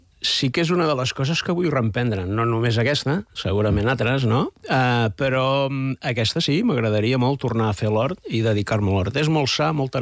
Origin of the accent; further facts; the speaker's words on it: Sant Joan de les Abadesses, Catalonia, Spain; jo sóc de Can de Bano, ull, perquè he de dir que sóc de Can de Bano, que és important, i la Montserrat, la meva dona, és de Ripoll.